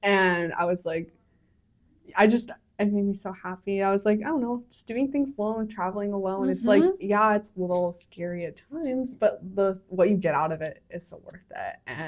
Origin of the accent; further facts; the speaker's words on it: United States; growing up in the States